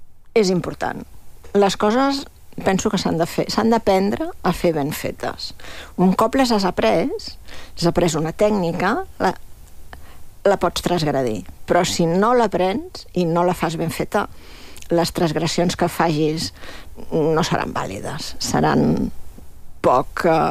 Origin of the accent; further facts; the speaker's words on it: Esparreguera, Catalonia, Spain; soc d'Esparreguera, un poble que tradicionalment és molt conegut pel teatre